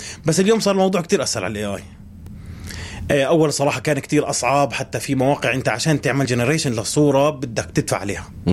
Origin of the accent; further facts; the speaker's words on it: Hebron, Hebron Governorate, Palestine; moved away as an adult; also born or lived in Egypt; انا اصلي من الخليل